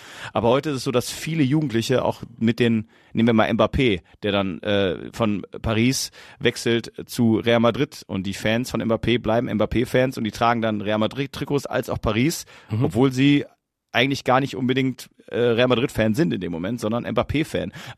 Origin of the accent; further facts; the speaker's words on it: North Rhine-Westphalia, Germany; also ich komme aus der Nähe von Duisburg